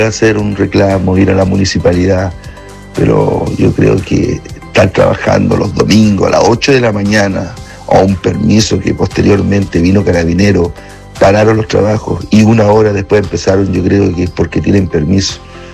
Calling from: Chile; Soy de la Villa Galilea

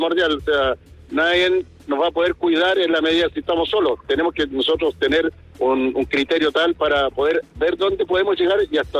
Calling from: Villa Alemana, Valparaíso, Chile; De la localidad de Villa Alemana, en Viña del Mar.

